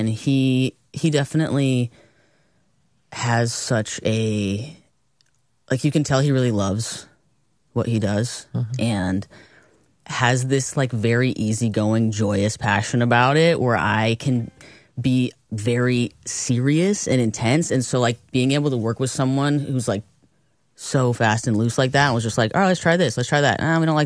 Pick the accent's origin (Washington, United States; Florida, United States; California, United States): California, United States; Torrance; also born or lived in East Hollywood; Yeah, I grew up in Torrance. Then I lived in East Hollywood for a little bit before I came out here.